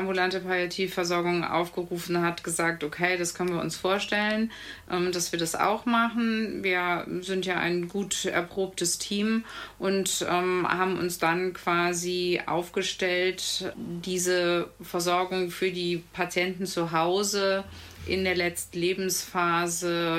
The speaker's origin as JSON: {"language": "German", "town": "Brühl", "region": "North Rhine-Westphalia", "country": "Germany", "tie": "born or raised there", "also_born_or_lived": "Bonn / Münsterland", "said": "komme tatsächlich ja gebürtig aus Brühl und meine Eltern und meine Großeltern haben dort eine hausärztliche Praxis geführt."}